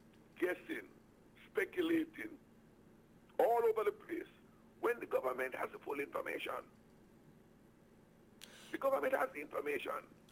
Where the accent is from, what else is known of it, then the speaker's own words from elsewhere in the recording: Jamaica; the information that comes to us as a Jamaican people is a bit sketchy, inconsistent, etc.